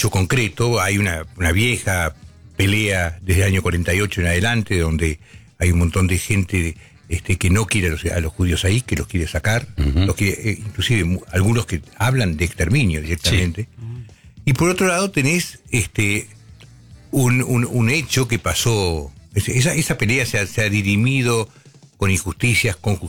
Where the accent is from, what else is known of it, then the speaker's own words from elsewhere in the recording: Argentina; Yo soy un tipo argentino, hijo de madre y padre judía, que no practico la religión, pero la estudié de chiquito y en hebreo